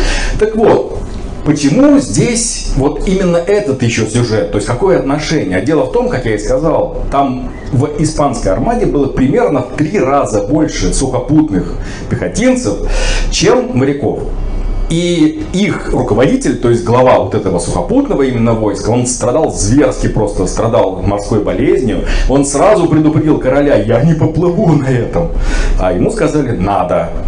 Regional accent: Astrakhan, Astrakhan Oblast, Russia; я из Астраханской области, я из Астрахани точнее

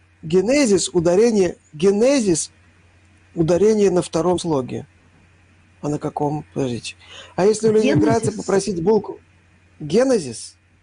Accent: Saint Petersburg, Russia; Я, как ленинградец, ответственно говорю, нет, не сломается.

